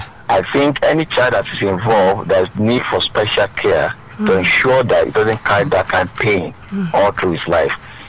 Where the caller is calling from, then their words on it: Lagos, Nigeria; calling you from Ogbaida, Lagos.